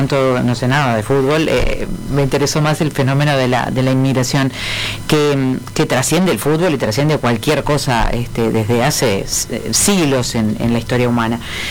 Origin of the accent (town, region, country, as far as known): Uruguay